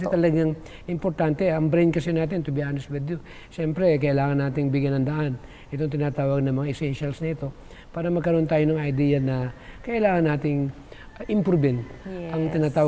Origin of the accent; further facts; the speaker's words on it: Central Luzon, Philippines; yung puto sa amin sa Bulacan ang pinakamabigat, yung kalamay.